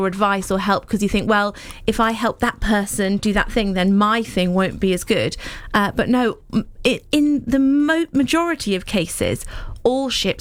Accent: Northampton, East Midlands, United Kingdom; I'm a home bird, which is why I like this little slot, because this is in Northampton and I'm from Northampton.

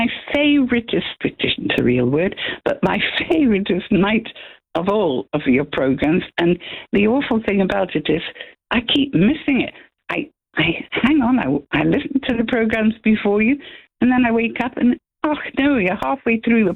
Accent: Scotland, United Kingdom; I'm actually Scottish.

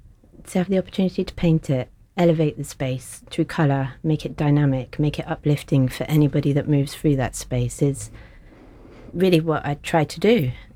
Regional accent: Bristol, South West England, United Kingdom; now in Nottingham, United Kingdom; I grew up in Bristol

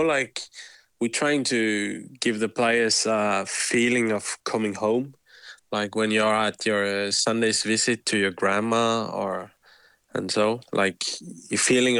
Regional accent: Norway; Yeah, like we're from Norway. It's like the top of the Arctic Circle.

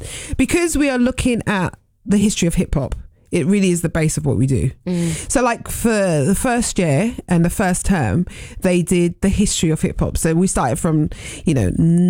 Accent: Ghana; Shout out to the Jamaicans. Shout out, even though we come from Ghana.

